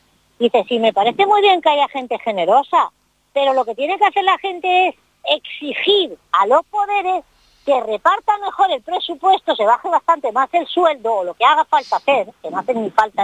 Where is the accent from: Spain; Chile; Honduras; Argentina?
Spain